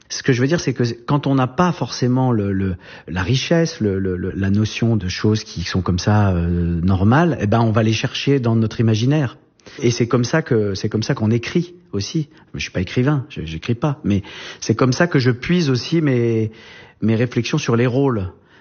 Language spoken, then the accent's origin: French; Grand Est, France; also born or lived in Saint-Dizier; je suis né en Champagne, à Saint-Dizier, mais c'est le seul endroit en Champagne où on fait pas de champagne. Et ensuite, j'ai grandi dans les Vosges, mais c'est la plaine des Vosges, il n'y a pas la montagne.